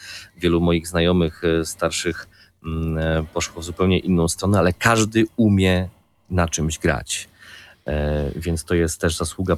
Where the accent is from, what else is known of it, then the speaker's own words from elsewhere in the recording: Strumień, Silesian Voivodeship, Poland; w Strumieniu, skąd pochodzę